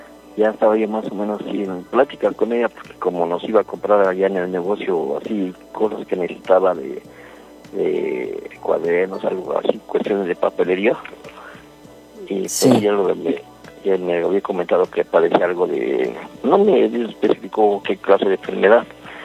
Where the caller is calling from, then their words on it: Xochimilco, Mexico City, Mexico; de Xochimilco.